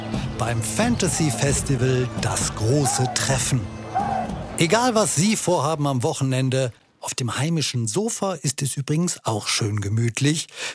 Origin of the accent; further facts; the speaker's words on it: Herne, North Rhine-Westphalia, Germany; In meiner Heimatstadt Herne läuft seit heute das größte Volksfest Nordrhein-Westfalens, die Kranger Kirmes.